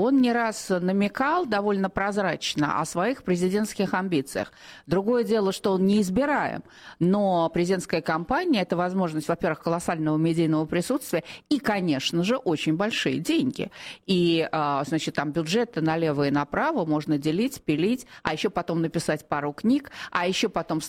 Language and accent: Russian; Moscow, Russia; born there; moved away as an adult; also born or lived in France; я год, вот как вернулась на родину, в Москву